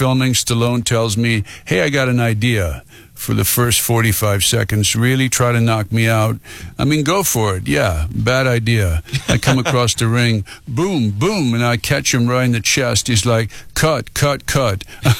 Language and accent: English; Sweden; English is a second language; moved away; I had done it in small portions once in back in Sweden, my home country, in a radio show.